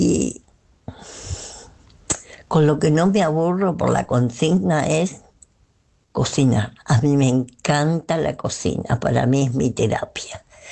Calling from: Pilar, Buenos Aires Province, Argentina; Te mando un abrazo grande a vos y a toda la audiencia. … de Pilar.

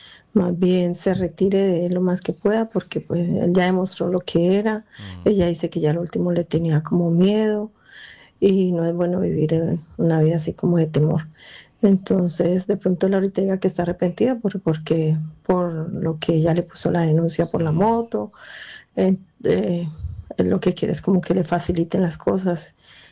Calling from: Zaragoza, Aragon, Spain; de Zaragoza, España.

